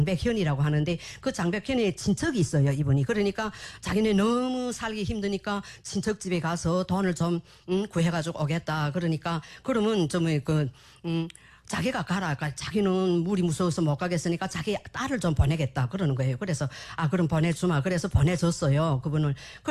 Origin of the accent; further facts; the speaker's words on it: Hamhung, South Hamgyong, North Korea; moved away as an adult; now in South Korea; 저는 북한에서 55년을 살다가 한국에 온 지 지금 10년째입니다. 꼭 10년 되었어요.